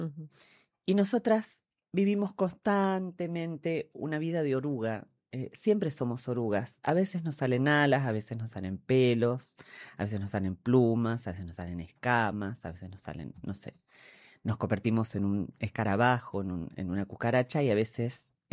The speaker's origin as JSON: {"language": "Spanish", "country": "Argentina"}